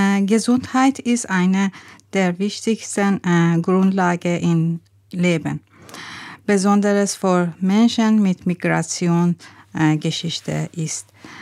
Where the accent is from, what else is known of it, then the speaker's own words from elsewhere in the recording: Iran; first language Farsi and Azeri; German is a second language; now in Austria; Ja, ich komme aus dem Iran. Meine erste Sprache, eigentlich 2 Sprachen, Farsi und Azeri. Und dritte Sprache Englisch. Und dann, ich musste hier in Österreich Deutsch lernen.